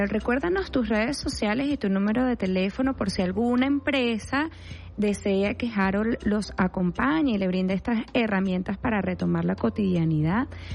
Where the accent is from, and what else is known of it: Venezuela